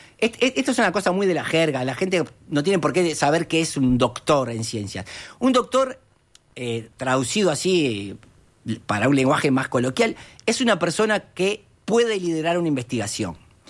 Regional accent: Uruguay; born there; Yo cuando era niño pensaba que en Uruguay ni siquiera había fósiles

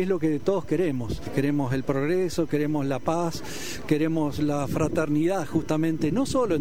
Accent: Uruguay; Porque somos pueblo uruguayo y queremos ser constructores de esa paz

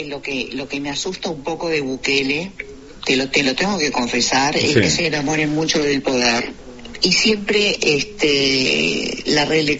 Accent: Uruguay; lo digo como ciudadana uruguaya y una persona adulta pensante.

